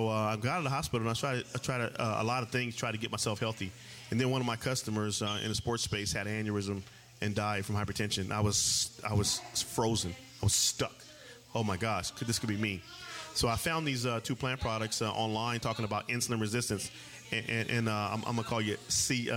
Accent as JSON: {"language": "English", "town": "Pomona", "region": "California", "country": "United States", "lives_now": "Temecula, United States"}